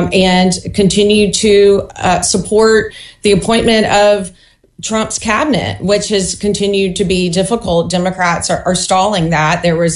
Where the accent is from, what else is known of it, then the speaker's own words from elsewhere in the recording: Jackson, Mississippi, United States; now in Ocean Springs, United States; Ocean Springs, I'm from Jackson, and I moved here 18 years ago, and it has become my home.